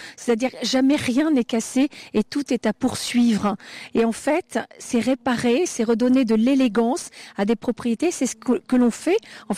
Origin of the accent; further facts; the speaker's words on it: Fronsac, Nouvelle-Aquitaine, France; born there; Oui, alors je suis née ici à Fronsac, et je dors actuellement dans la chambre dans laquelle je suis, donc c'est toute une continuité.